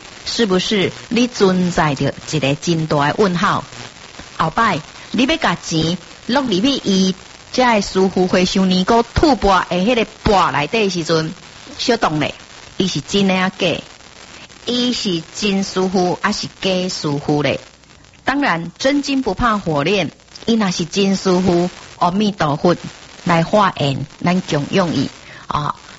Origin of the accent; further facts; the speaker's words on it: Taiwan; 就是我们台湾人比较有那种心存敬意的概念